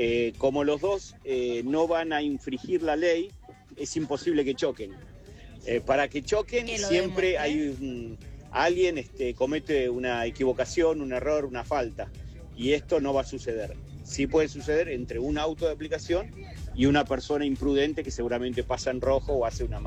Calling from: Tigre, Buenos Aires Province, Argentina

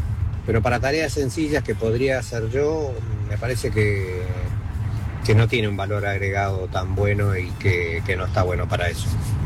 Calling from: Buenos Aires, Argentina; de Belgrano

